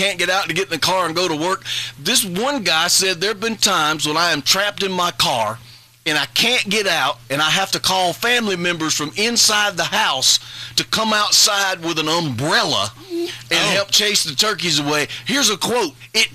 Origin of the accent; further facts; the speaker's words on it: Deep South, United States; I mean, I along with Pancake, we are both from the Deep South.